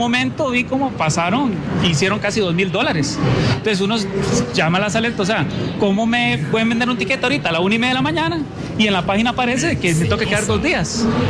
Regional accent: Costa Rica; Entonces uno como tico dice, ¿qué estamos haciendo, verdad?

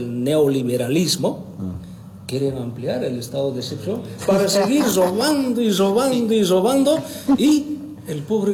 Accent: Bolivia

